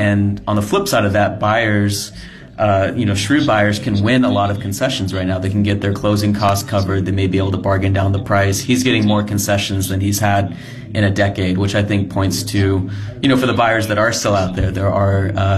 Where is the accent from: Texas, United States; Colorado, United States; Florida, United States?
Texas, United States; Austin; I'm from Austin.